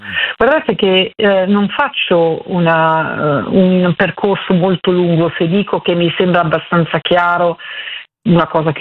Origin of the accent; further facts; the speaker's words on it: Robecco sul Naviglio, Lombardy, Italy; il mio paese natio si busco sul Naviglio